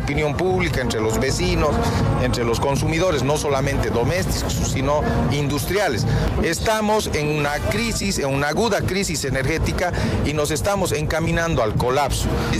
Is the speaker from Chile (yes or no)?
no; Bolivia